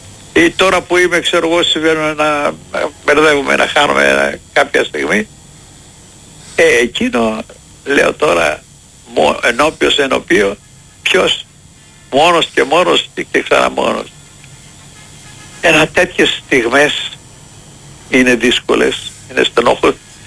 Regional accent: Athens, Attica, Greece; now in Kavala, Greece; Γιατί το σπίτι μου, η οικογένειά μου, η δική μου είναι στην Αθήνα. Είμαι Αθηναίος.

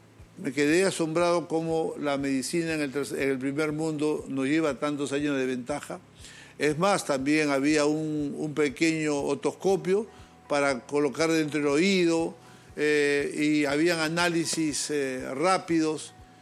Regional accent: Peru; esto es algo que como peruano tenía que decirlo

